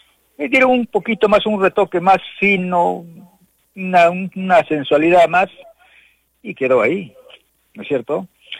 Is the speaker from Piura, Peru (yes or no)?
no; Arequipa, Peru; lo hemos asimilado como arequipeño.